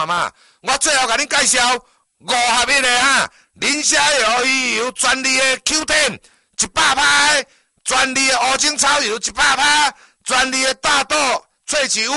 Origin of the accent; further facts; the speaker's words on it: Dongshi, Chiayi County, Taiwan; 我说啊，我庄家人啊，我来自嘉义东石的农村，老母跟我说青头的路头